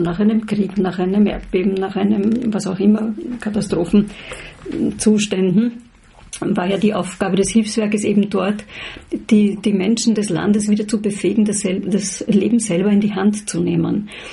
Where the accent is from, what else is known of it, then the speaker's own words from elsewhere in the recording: Vienna, Austria; ich bin Wienerin und bin in Wien zu Hause und dort ist also absolut mein Lebensmittelpunkt immer gewesen und ist es auch weiterhin.